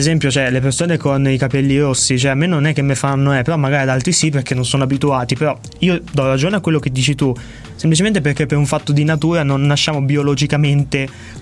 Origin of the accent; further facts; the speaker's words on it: Marche, Italy; Io non essendo di Bologna, sono marchigiano, vivo a Porto Recanati